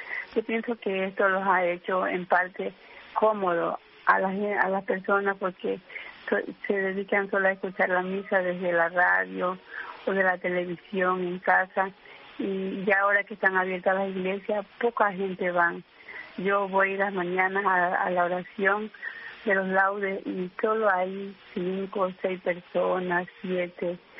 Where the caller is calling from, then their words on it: Ecuador; Estoy llamando de Ecuador.